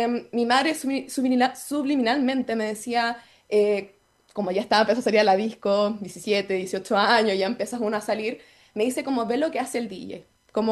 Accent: Castro, Los Lagos, Chile; moved away as an adult; yo soy de Castro, de toda la vida, solo que por estudios claramente tuve que estudiar fuera y me encuentro fuera, pero siempre estoy viajando.

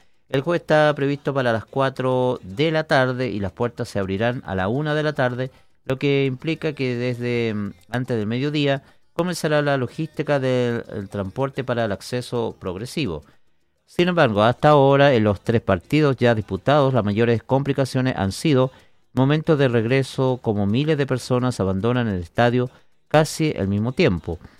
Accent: Chile; nosotros como chilenos

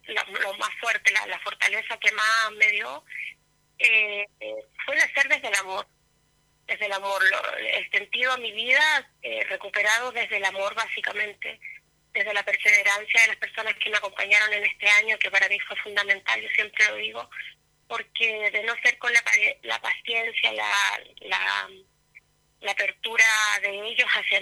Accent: Ancud, Los Lagos, Chile; soy de Ancud, tengo 50 años, un hijo de 19

